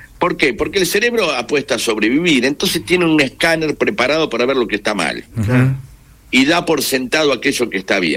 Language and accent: Spanish; Argentina